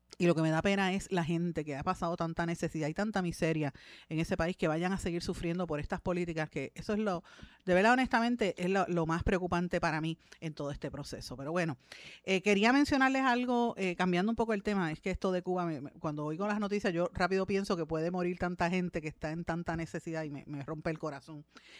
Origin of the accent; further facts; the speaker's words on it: Puerto Rico; yo soy súper puertorriqueña y amo a mi país